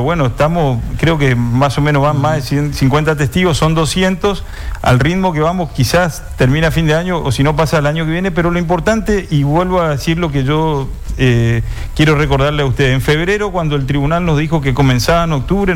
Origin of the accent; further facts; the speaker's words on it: Formosa, Argentina; Yo soy de Formosa